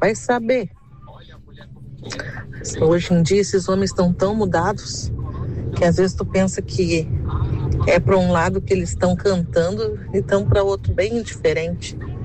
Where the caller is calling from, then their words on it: Rio Grande do Sul, Brazil; eu, como boa gaúcha que sou